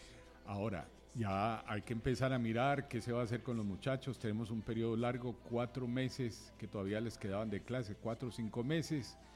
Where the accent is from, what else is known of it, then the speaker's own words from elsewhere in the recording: Pereira, Risaralda, Colombia; born there; Soy pereirano, nací aquí en 1964, pertenezco a una camada de pereiranos